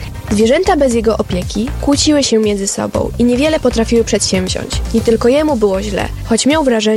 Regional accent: Braniewo, Warmian-Masurian Voivodeship, Poland; u nas w Braniewie, w tym naszym małym mieście.

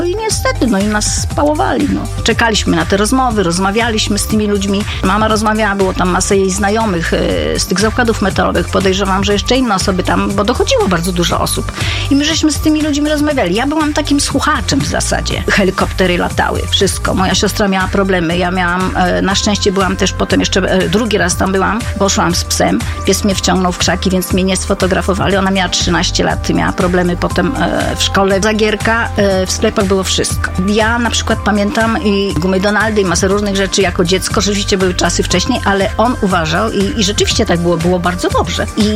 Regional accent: Radom, Masovian Voivodeship, Poland; U nas w Radomiu

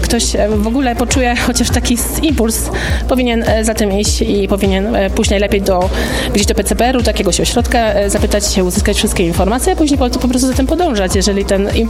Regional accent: Piotrków Trybunalski, Łódź Voivodeship, Poland; jestem mamą zastępczą w rodzinie niezastępczej i pochodzę z Piotrka. prawa trybunalskiego.

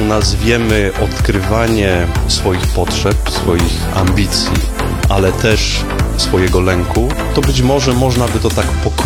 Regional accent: Skawina, Lesser Poland, Poland; ale także ludzi stąd, ze Skawiny, z mojego rodzinnego miasta, więc moich przyjaciół z dawnych lat, z osiedla.

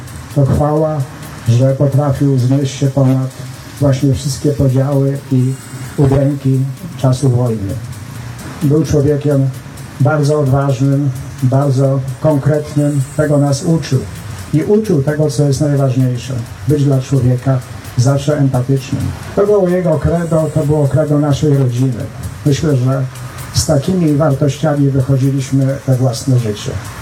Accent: Słupsk, Pomeranian Voivodeship, Poland; born there; ja się urodziłem w Słupsku już, kiedy w 1946 roku cała rodzina przyjechała z Grudka Jagiellońskiego i zamieszkała na stałe na tej ziemi.

